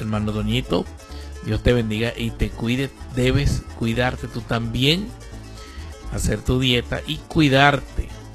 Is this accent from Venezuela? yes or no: yes; La Trinidad de Orichuna, Apure, Venezuela; Nosotros somos de la Trinidad de Orichuna